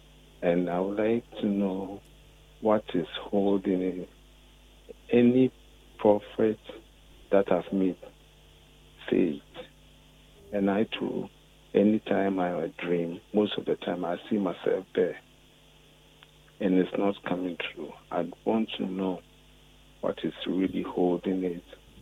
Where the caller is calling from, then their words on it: Ethiopia; I'm calling from Ethiopia.